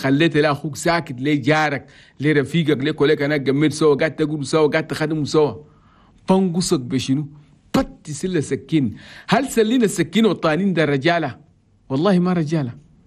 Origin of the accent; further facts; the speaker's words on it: Chad; نطلب من كل اخواني تشاديا في 23 ولايه انا بلدنا تشاد بلد توماي